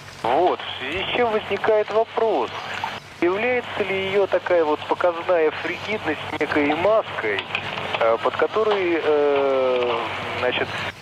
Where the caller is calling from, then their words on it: Volgograd, Volgograd Oblast, Russia; Я вот из Волгограда.